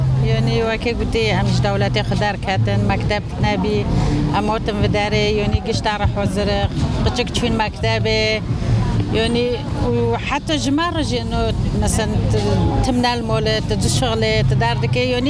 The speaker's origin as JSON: {"language": "Arabic", "town": "Afrin", "region": "Aleppo Governorate", "country": "Syria", "lives_now": "Leipzig, Germany", "said": "أنا من سوريا، من عفرين."}